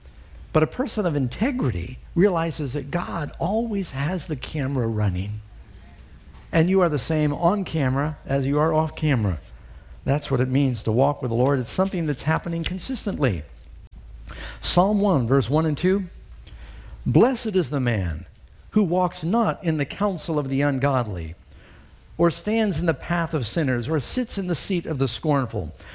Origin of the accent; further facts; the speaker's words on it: New York City, New York, United States; I grew up in New York City. We had a lot of pigeons.